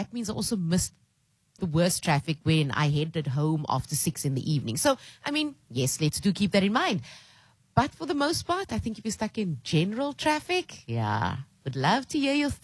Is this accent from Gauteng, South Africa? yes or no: no; Somerset West, Western Cape, South Africa; I used to live in Somerset West. You know, I often speak about the fact that I'm from Somerset West.